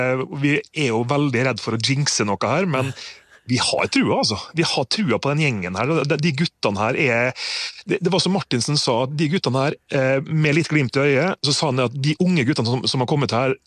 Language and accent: Swedish; Norway; Och selvspilleren här nere märker ju att det är feber hemma. I Norge så har vi aldrig haft en tradition för att gå på pub